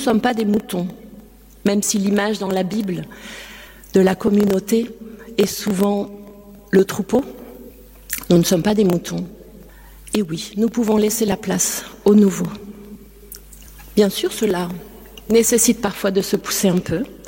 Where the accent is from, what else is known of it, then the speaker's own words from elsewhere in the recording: Occitanie, France; j'ai grandi dans le Gard et je peux vous assurer qu'il n'y a pas d'herbe en été.